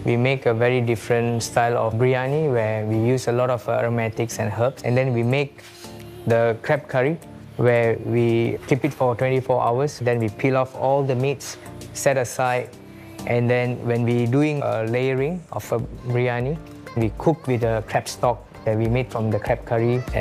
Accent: Penang, Malaysia; now in Singapore; Actually, I'm from Penang. My grandparents are from Chettinad region in South India.

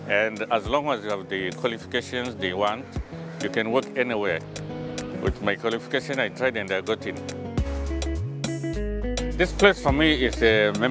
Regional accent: Tanzania; moved away as an adult; now in Singapore; We are from Tanzania. We come from a village called Marango.

